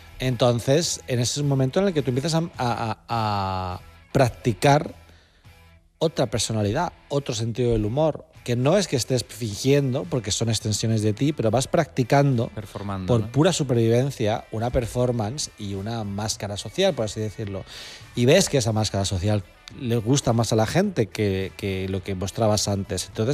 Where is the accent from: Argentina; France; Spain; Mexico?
Spain; Alcorcón, Community of Madrid; yo soy de Alcorcón